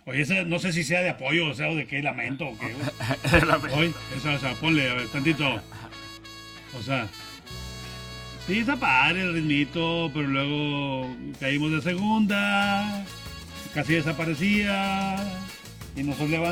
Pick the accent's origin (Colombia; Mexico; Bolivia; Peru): Mexico; Monterrey, Nuevo León; si no es que todos los norteños o todos los regios tengamos un sombrero... Pues sí, es común el sombrero aquí en la zona norte.